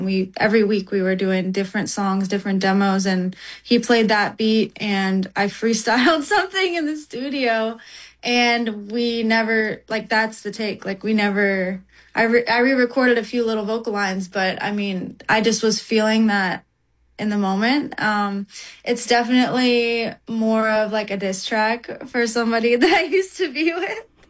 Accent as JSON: {"language": "English", "town": "Pittsburgh", "region": "Pennsylvania", "country": "United States", "said": "That's kind of how people found out I was from Pittsburgh, because my music really caught on when I was in Atlanta."}